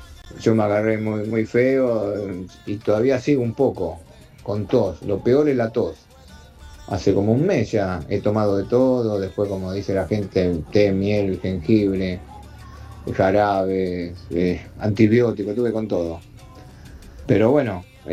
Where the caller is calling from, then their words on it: Lomas de Zamora, Buenos Aires Province, Argentina; de Loma de Zamora.